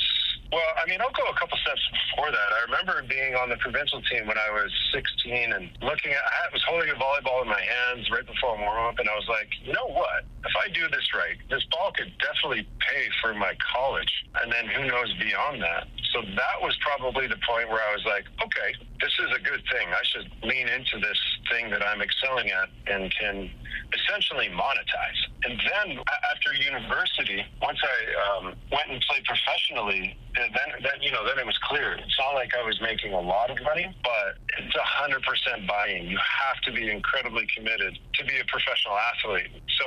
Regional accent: Red Deer, Alberta, Canada; growing up in Red Deer

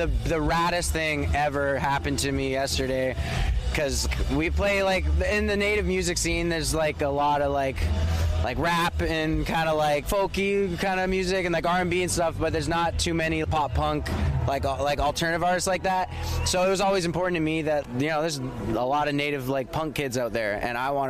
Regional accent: Eskasoni, Nova Scotia, Canada; also born or lived in British Columbia; now in Ontario, Canada; I'm from Escazoni, Nova Scotia. At least my family's from Escazoni, Nova Scotia. Currently, I live in Ontario, southern Ontario, which is funny.

